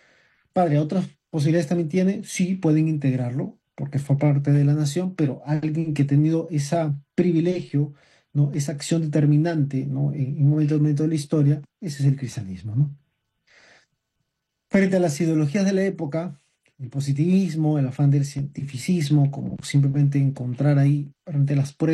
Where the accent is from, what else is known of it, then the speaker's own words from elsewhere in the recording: Peru; como peruanos hijos de Dios